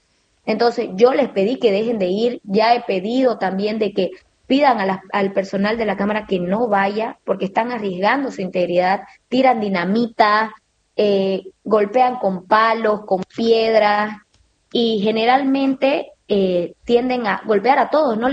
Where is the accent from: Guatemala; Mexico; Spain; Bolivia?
Bolivia; Warnes, Santa Cruz; nosotros aquí en Santa Cruz, yo soy de Guarnes, una sí. ciudad que es al norte de Santa Cruz, somos productores. Entonces yo tengo aquí en mi casa, ¿verdad?, al frente, vacas